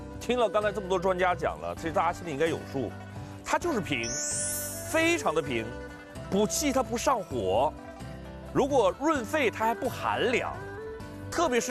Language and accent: Chinese; China; 九大仙草里边，我们中国人都听到过灵芝